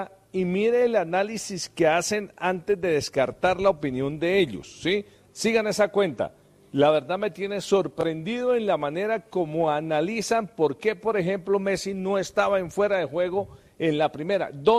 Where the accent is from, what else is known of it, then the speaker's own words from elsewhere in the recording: Netherlands; Y soy holandés.